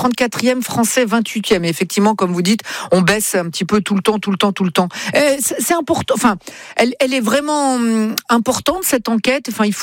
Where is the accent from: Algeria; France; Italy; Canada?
Italy